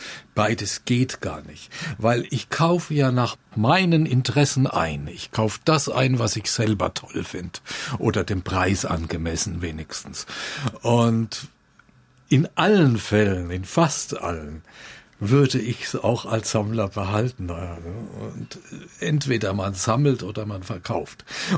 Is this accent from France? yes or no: no; Würzburg, Bavaria, Germany; ich bin Würzburger